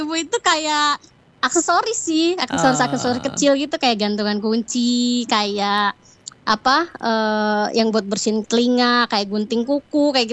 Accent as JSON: {"language": "Indonesian", "region": "Jakarta", "country": "Indonesia", "said": "Aku Jakarta."}